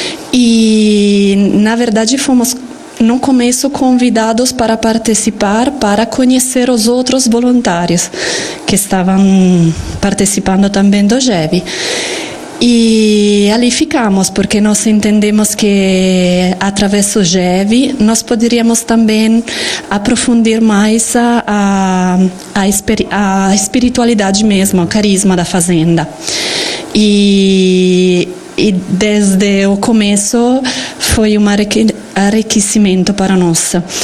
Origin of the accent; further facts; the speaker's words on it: Italy; Portuguese is a second language; moved away as an adult; now in Ibiporã, Brazil; eu sou italiana. Eu cheguei 2 anos e meio atrás da Itália com meu marido e meus 2 filhos.